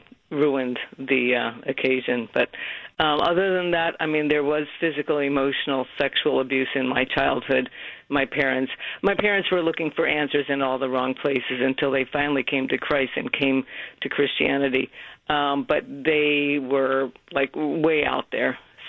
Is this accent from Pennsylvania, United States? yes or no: yes; Philadelphia, Pennsylvania, United States; now in Arlington, United States; We grew up in the Philadelphia area